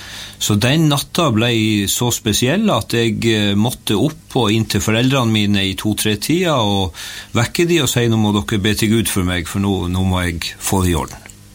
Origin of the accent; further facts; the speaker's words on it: Senja, Troms, Norway; Jeg var veldig ivrig leidedeltaker på Skoghus Leiste, som ligger bare 3 kilometer fra der jeg er født og oppvokst på Senja og fortsatt bor.